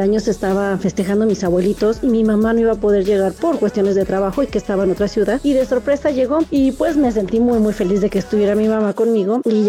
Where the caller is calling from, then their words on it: Puebla, Mexico; los escucho desde la colonia Santa Cruz Buenavista.